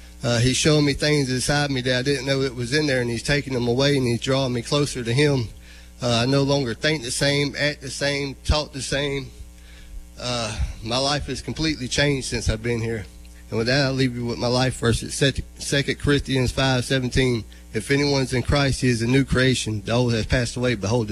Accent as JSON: {"language": "English", "area": "Clayton County", "region": "Georgia", "country": "United States", "tie": "born or raised there", "said": "I'm 41 years old. I'm from Clayton County, Georgia. I grew up poor in a pretty rough drug-infested neighborhood."}